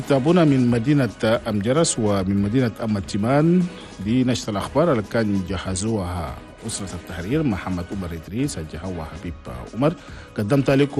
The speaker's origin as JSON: {"language": "Arabic", "country": "Chad", "said": "أنا بلدنا تشاد"}